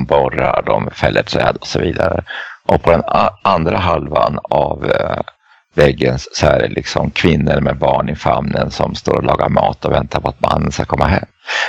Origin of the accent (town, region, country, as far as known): Eskilstuna, Södermanland, Sweden; born or raised there